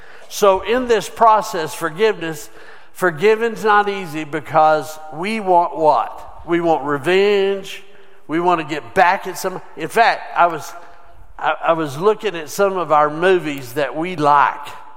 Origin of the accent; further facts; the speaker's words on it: United States; Because that's in our DNA as an American.